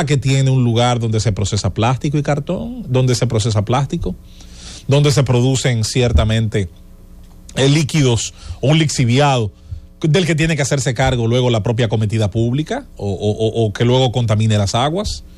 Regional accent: Azua de Compostela, Azua, Dominican Republic; en mi casa donde yo me crié en Asua

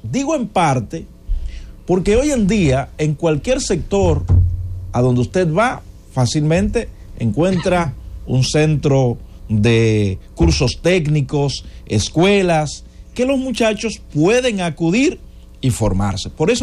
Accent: Villa Altagracia, San Cristóbal, Dominican Republic; born there; Yo tengo 43 años, vengo de un barrio de Villa Altagracia, de un sector de un batey, como le llaman.

